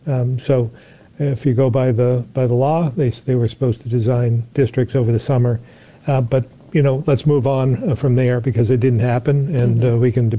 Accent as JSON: {"language": "English", "town": "Barre", "region": "Vermont", "country": "United States", "tie": "born or raised there", "said": "So, you can look at it right here in central Vermont. I grew up in Barrie"}